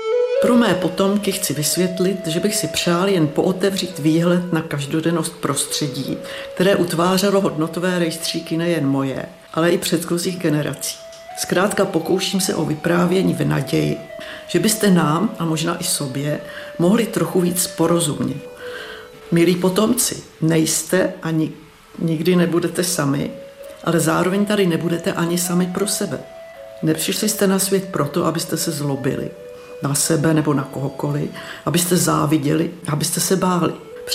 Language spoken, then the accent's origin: Czech; Prague, Czechia; Já jsem vyrůstala v Praze v měšťanské rodině, kterou tvořili vzdělaní a otevření lidé